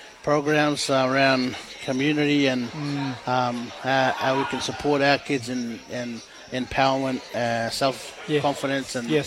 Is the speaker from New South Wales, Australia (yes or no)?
no; Yarrabah, Queensland, Australia; Yes, so my father's country, Kookajungan. My mama, Kookajalanji. But I grew up in Yarrabah here with the Gurubana people, Kunganji people.